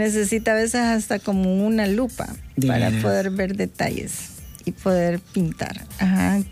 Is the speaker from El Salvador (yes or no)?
yes; El Salvador; somos salvadoreños y mujeres